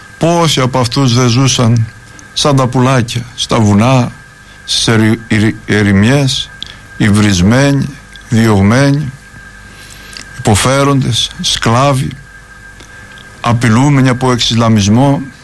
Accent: Greece; Είμαστε Έλληνες γιατί είμαστε Ορθόδοξοι.

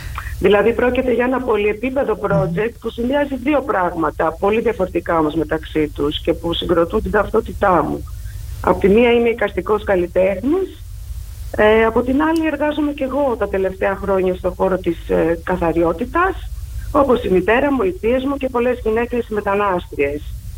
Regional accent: Albania; now in Greece; Η καταγωγή μου είναι από την Αλβανία και το 1995 η οικογένειά μου μαζί με μένα εγκαταλείψαμε την Αλβανία και πήγαμε σαν μετανάστες στο νησί της Κοπέλου, ένα πολύ τουριστικό μέρος.

